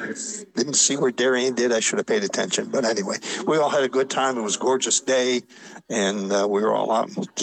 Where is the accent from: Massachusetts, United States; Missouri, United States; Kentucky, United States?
Kentucky, United States; Owensboro; I'm from Owensboro, Kentucky.